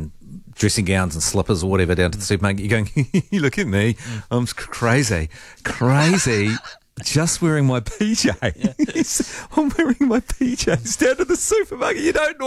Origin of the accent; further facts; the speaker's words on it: Australia; now in New Zealand; I moved here from Australia, and the term used here is dairy. In Australia, we'd say deli or delicatessen.